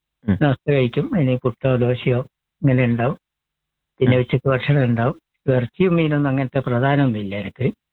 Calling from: Vellamunda, Kerala, India; Vellamunda, 10-ാം mile.

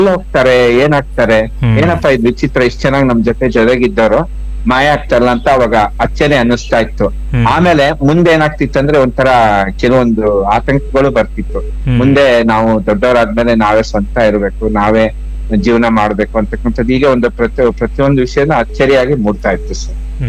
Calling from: Shivamogga, Karnataka, India; Vidyanagar, Shivamogga.

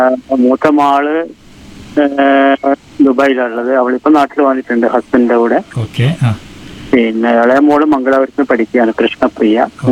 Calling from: Panoor, Kerala, India; ഇത് പാനൂർ ചെണ്ടയാട്.

